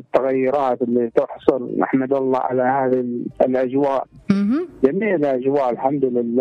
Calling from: Hadramawt, Yemen; من حضرموت نتكلم.

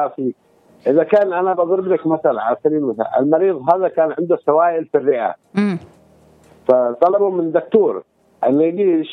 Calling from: Lahij, Yemen; من إيكان من لحج.

